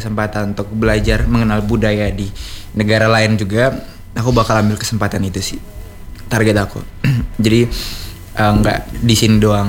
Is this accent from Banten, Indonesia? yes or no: no; Rote, East Nusa Tenggara, Indonesia; kebetulan aku bawa kain dari daerah aku, dari Rote.